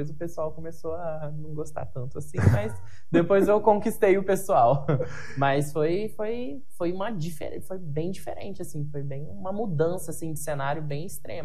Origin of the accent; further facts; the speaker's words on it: Maracaí, São Paulo, Brazil; Minha infância em Maracaí foi a melhor de todas, né?